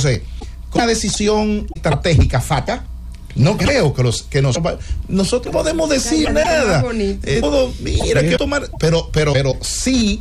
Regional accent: Dominican Republic

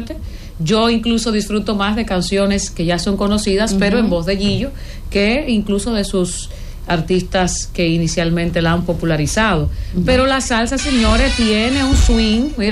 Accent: Dominican Republic; yo soy muy dominicana hasta la tambora

